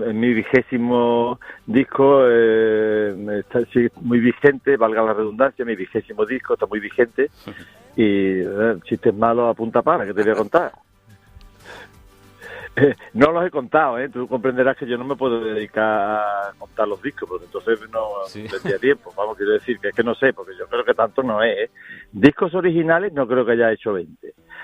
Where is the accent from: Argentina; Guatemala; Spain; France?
Spain; Andalusia; Yo no me considero tan flamenco como andaluz